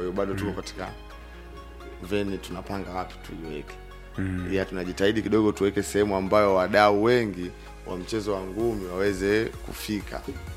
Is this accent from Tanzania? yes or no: yes; Iringa, Tanzania; natokea Ipogoro kule chini.